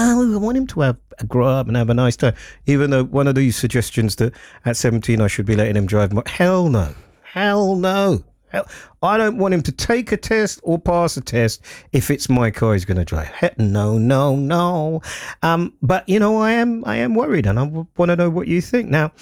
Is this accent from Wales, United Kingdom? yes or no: no; London, United Kingdom; this young black guy growing up in London